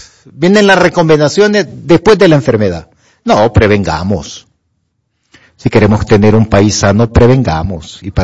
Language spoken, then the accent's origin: Spanish; La Trinidad, Comayagua, Honduras; moved away; allá de mi pueblo, la Trinidad, Comayagua.